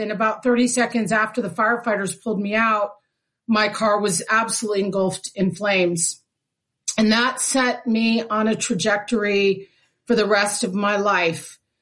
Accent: Chicago, Illinois, United States; moved away; also born or lived in Hinsdale; I'm from Chicago. Parents and grandparents and aunts all lived in South Side. I was born in Hinsdale.

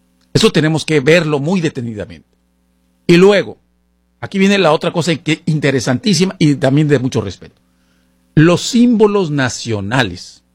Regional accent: Tijuana, Baja California, Mexico; now in Seattle, United States; Ustedes saben que yo soy de Tijuana, y obviamente estuve hace unos días ahí en mi ciudad natal

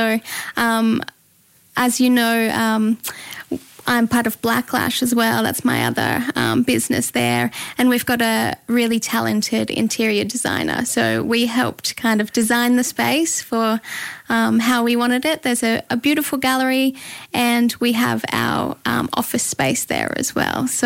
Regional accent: Logan City, Queensland, Australia; I grew up in Logan City, but I've got cultural connections to Kalkadoon and Waka Waka country.

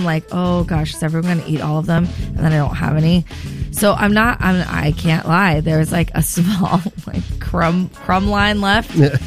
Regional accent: Santa Barbara, California, United States; growing up in Santa Barbara, growing up Japanese and Italian with lots of exchange students

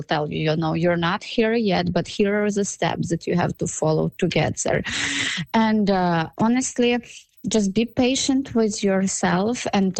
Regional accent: Ukraine; let's say I'm from Ukraine, and in Ukraine, we don't use credit cards that much.

